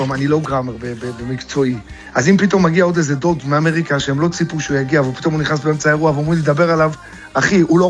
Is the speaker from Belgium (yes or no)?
yes; Antwerp, Flanders, Belgium; moved away; גדלתי איתו בבלגיה, באנטוורפן.